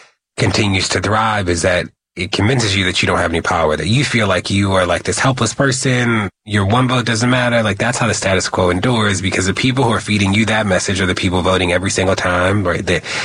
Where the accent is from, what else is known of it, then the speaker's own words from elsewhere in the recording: Baltimore, Maryland, United States; I grew up in Baltimore.